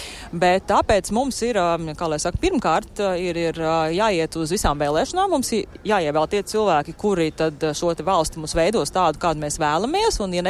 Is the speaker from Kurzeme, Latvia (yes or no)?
no; Riga, Latvia; es esmu no Rīgas, es braukāju 3 reizes nedēļā uz Tukumu